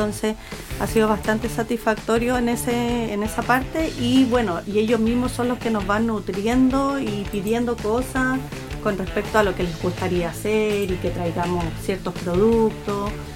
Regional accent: Santiago, Santiago Metropolitan Region, Chile; moved away as an adult; No, yo soy de Santiago, hace 4 años que vivo acá.

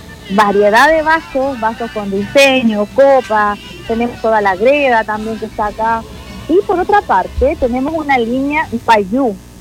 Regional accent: Chile

